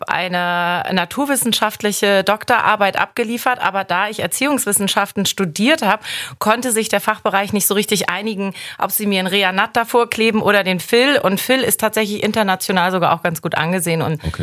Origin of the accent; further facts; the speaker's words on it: Hamburg, Germany; ich bin Hamburger